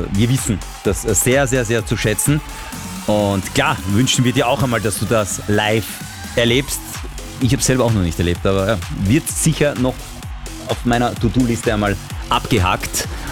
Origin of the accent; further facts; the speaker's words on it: Austria; Wir aus Österreich